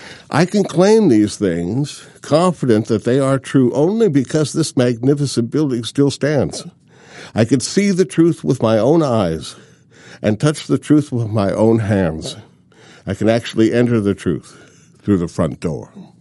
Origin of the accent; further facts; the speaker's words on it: Tacoma, Washington, United States; born there; But when I was born here in Tacoma, it was only 60.